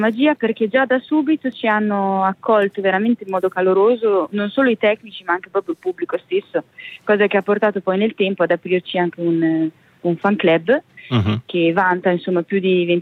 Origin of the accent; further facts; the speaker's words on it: Pesaro, Marche, Italy; io sono di Pesaro, quindi nelle Marche